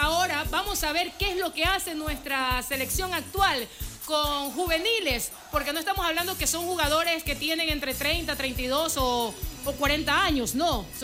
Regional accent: Ecuador; lo que queremos nosotros los ecuatorianos

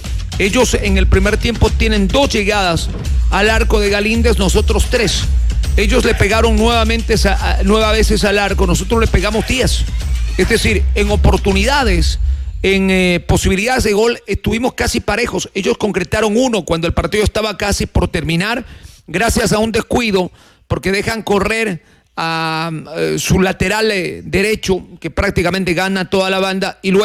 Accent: Ecuador

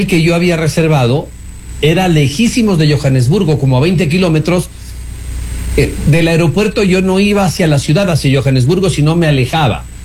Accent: Quito, Pichincha, Ecuador; Como decimos acá en Quito

